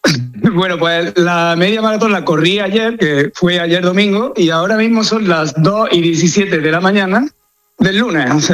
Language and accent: Spanish; Lucena, Andalusia, Spain; soy paisano de Manolo Lama, soy de Lucena.